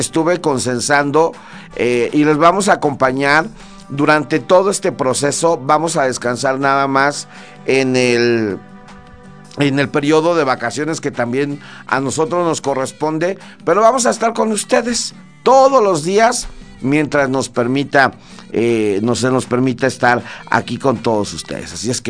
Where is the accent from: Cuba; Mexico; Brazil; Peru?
Mexico; lo felices que somos los mexicanos